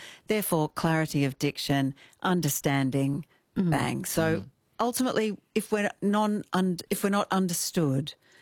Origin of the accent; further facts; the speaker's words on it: Kalgoorlie, Western Australia, Australia; Look, I'm from Kalgoorlie. I get to call it, you know. We sound a little bit, well, nice, you know.